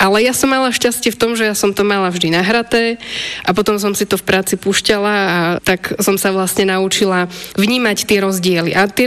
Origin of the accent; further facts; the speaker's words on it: Medzev, Košice Region, Slovakia; pochádzam z Medzeva